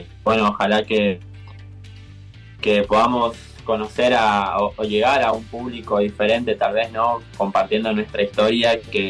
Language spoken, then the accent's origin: Spanish; San Pedro, Misiones, Argentina; moved away as an adult; now in Buenos Aires, Argentina; Mi pueblo es muy chiquito, así que tampoco, digamos, crecí en un ambiente donde había rap, o sea, cero. Y a nivel redes sociales y demás, yo terminé la secundaria sin tener luz eléctrica en mi casa